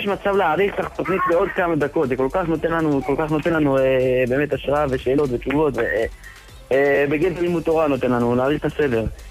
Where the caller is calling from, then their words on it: Ashdod, Southern District, Israel; שלום נשמע, מאשדוד.